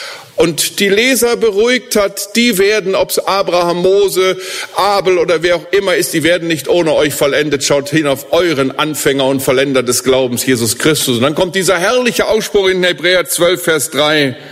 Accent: Steinbach, Germany; als ich in Steinbach in meinem Heimatort jemanden beerdigen musste

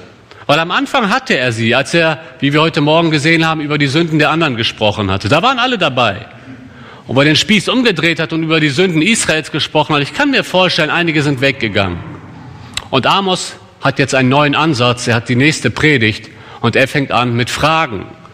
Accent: Germany; Bei uns in Köln gibt es ein gutes Straßenbahnsystem, wie sicherlich hier auch. Und wenn man in der Endstation einsteigt, also das ist dann ja auch in die andere Richtung die erste Station, ist die Bahn noch völlig leer. Und wir Deutschen

